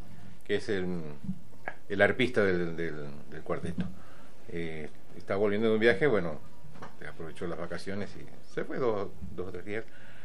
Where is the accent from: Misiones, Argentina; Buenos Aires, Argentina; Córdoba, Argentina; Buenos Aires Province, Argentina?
Misiones, Argentina; Montecarlo; born there; dónde nací yo, que en Monte Carlo, que no es el Principado de Mónaco